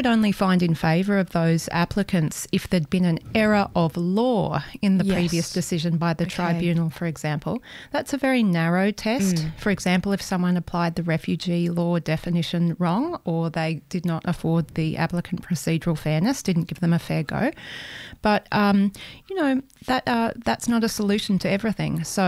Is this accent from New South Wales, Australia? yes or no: yes; Bellingen, New South Wales, Australia; moved away as an adult; also born or lived in London / Melbourne / United States; now in Canberra, Australia; Growing up in Bellingen, I don't think knew the worth of Bellingen. I was excited to get out of a small town.